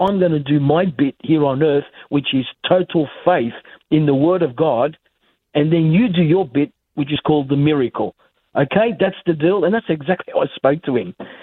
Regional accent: Newcastle, New South Wales, Australia; now in Sydney, Australia; I was living in Sydney at the time, because I moved from Newcastle and went to come to Sydney here

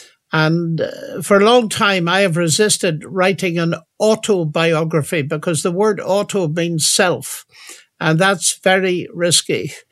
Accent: Northern Ireland, United Kingdom; moved away; The troubles hadn't started when I was young. They actually were later. I left Ireland before they'd started in earnest

